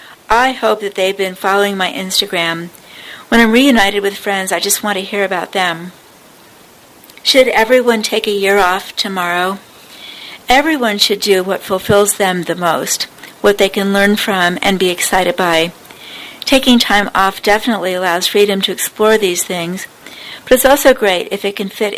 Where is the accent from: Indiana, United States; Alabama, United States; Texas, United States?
Indiana, United States; also born or lived in 15 countries; Growing up in Indiana, we often had tornado warnings where the sky would turn green and pink, followed by epic storms.